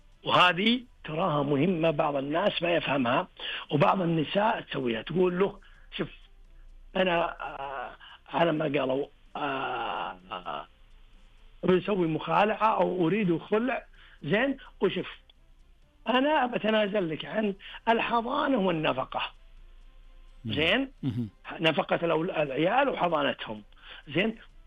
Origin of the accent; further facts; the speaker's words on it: Saudi Arabia; النظام عندنا في المملكة العربية السعودية لا يقع الخلع إذا كان بغير عوض